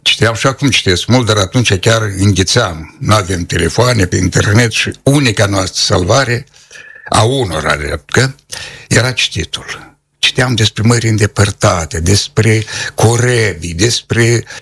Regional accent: Pelinia, Drochia District, Moldova; satul meu Pelenia, unde era un crâng așa mic.

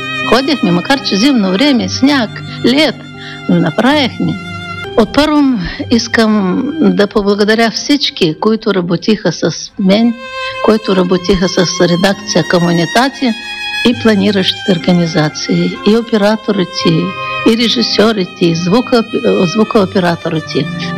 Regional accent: Bolhrad, Odesa Oblast, Ukraine; защото аз съм от Болград, а там ние знаем и български, гагаузски, украински, и руски, и молдавски.

